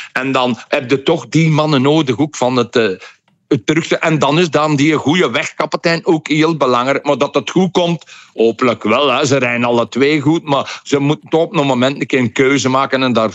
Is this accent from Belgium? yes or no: yes; Belgium; Voor mij, als Belg, zijnde